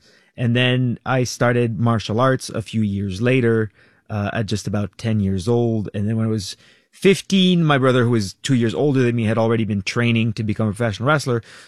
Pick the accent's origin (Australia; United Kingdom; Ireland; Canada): Canada; Laval, Quebec; So I'm from Laval